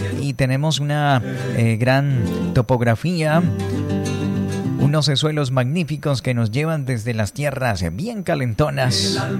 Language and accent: Spanish; Norte de Santander, Colombia; Soy norte santandereano